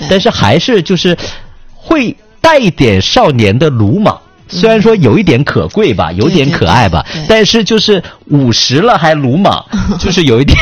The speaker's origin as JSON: {"language": "Chinese", "country": "China", "said": "我们中国人讲什么师出有名"}